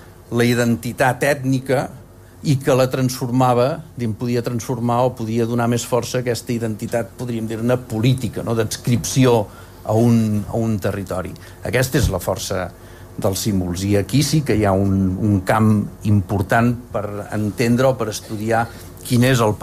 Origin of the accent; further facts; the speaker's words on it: Terrassa, Catalonia, Spain; ja es nota que sóc de Terrassa